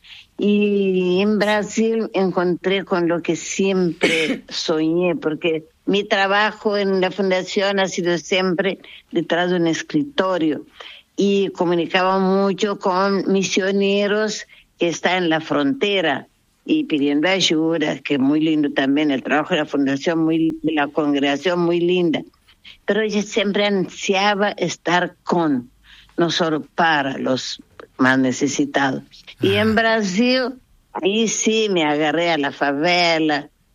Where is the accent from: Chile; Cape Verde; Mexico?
Cape Verde; moved away as an adult; also born or lived in Italy; Hasta los 18 años viví ahí y salí para Portugal, de Portugal, Italia, donde me formé, claro, y viví como 10 años en Italia.